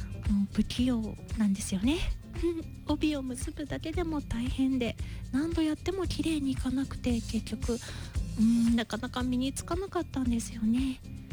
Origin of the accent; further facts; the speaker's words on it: Tokushima, Japan; moved away; also born or lived in Kyoto; 私の地元徳島県には阿波踊りがあります。